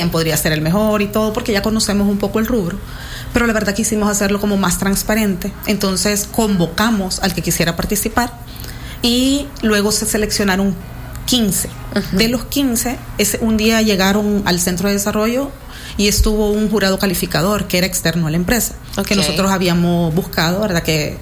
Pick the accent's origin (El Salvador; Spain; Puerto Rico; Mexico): El Salvador; Como audiencia, como salvadoreños, para que puedan votar por su país ese día 5 de octubre.